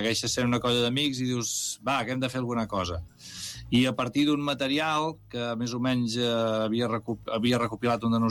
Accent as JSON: {"language": "Catalan", "town": "Valls", "region": "Catalonia", "country": "Spain", "said": "nosaltres tots som de Valls, per tant ens coneixíem, teníem referències"}